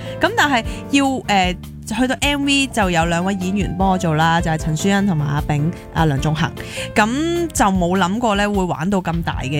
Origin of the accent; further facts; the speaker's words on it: Hong Kong; 酒楼呢样嘢系一个即系我哋香港人唔同世代都好都会做嘅嘢噶嘛，